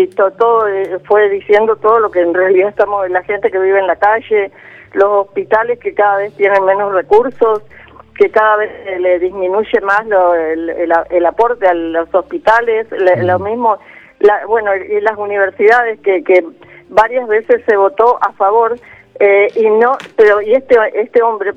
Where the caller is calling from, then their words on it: Reconquista, Santa Fe, Argentina; de Reconquista.